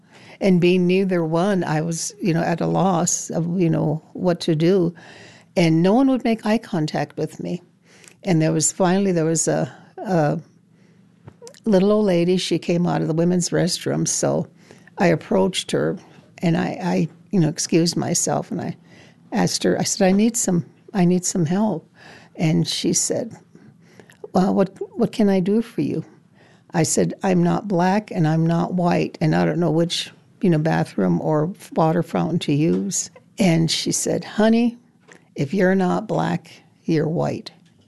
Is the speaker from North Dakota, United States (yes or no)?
yes; Fort Berthold Reservation, North Dakota, United States; I was born and raised on the Fort Berthold Reservation, and in our home, my parents had been taken to boarding schools and punished for speaking the language.